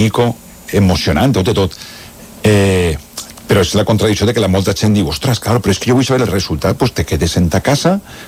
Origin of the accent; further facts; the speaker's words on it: Benaguasil, Valencian Community, Spain; i és Sant Lluís Gonzaga, per exemple, en Benaguasil, jo parlo del meu poble